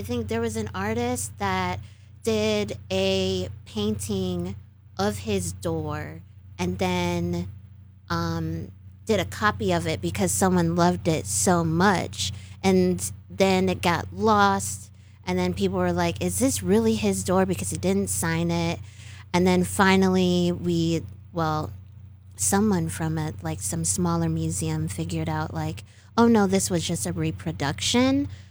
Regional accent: Chicago, Illinois, United States; moved away; I grew up in Chicago, so I was around a lot of that historic architecture.

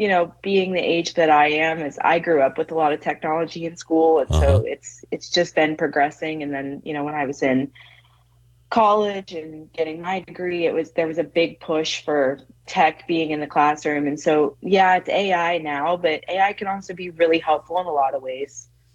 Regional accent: Florida, United States; I grew up in Seminole County, so it was always my goal to end up teaching there as well.

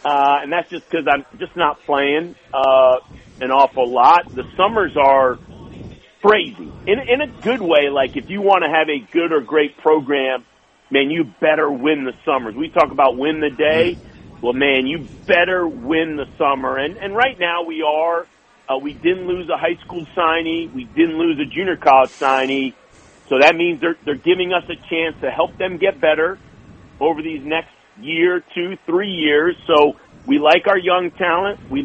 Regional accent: New York, United States; and of course I'm a Knicks fan, Luke, and I grew up in New York, big Knicks fan

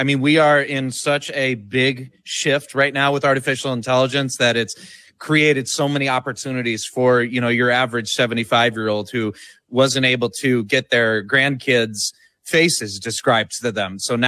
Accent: Michigan, United States; But, you know, I grew up in West Michigan. That's where I'm originally from, and pretty normal childhood

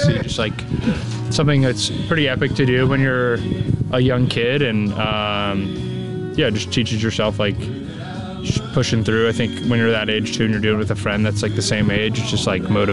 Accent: California, United States; yeah, just grew up in a great area to be able to go mountain biking, do a little fishing and surfing

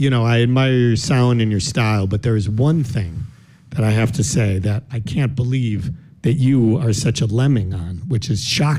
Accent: Illinois, United States; I grew up in the Northern suburbs, so I should be a Cubs fan

